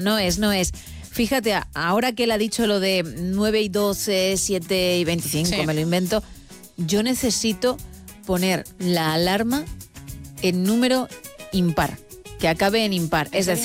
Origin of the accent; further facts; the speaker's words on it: Campania, Italy; Bueno, yo no soy de Roma, es decir, soy de cerca de Positan